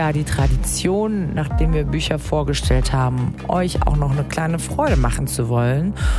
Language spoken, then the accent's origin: German; Cologne, North Rhine-Westphalia, Germany; Das hatte ich auch gar nicht auf dem Schirm, also selbst als Kölnerin, dass es diese Fabrik gerade gab.